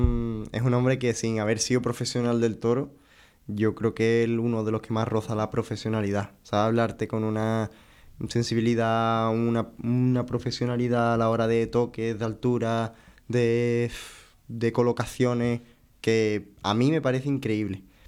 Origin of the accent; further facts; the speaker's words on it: Spain; Yo creo que, con perdón a mi tierra, España, creo que allí se vive todo con más pasión, ¿no?